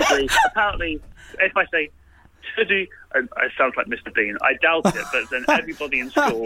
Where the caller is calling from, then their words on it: London, United Kingdom; Harrow in London.